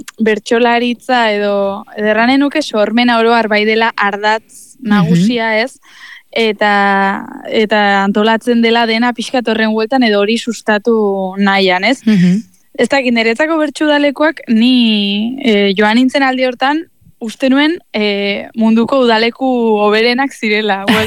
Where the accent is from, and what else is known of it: Bera, Navarre, Spain; born there